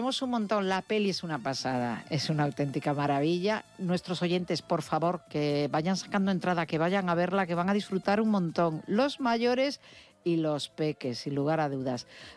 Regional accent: Galicia, Spain; now in Madrid, Spain; yo soy gallega.

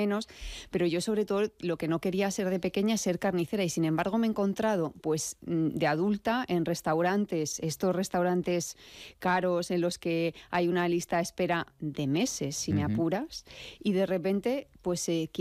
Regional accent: Fuente-Álamo, Castilla-La Mancha, Spain; moved away; Mis padres tenían la carnicería en Fuente Álamo, que es un pueblo de Albacete, que es mi pueblo, es donde yo nací, de donde yo vengo

